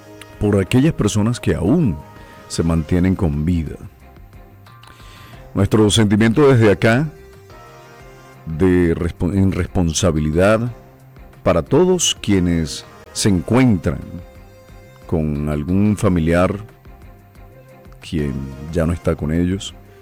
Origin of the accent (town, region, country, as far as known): Venezuela